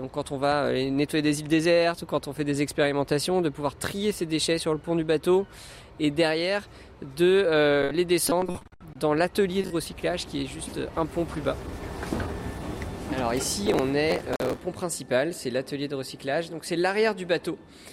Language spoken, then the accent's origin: French; France; chez nous en France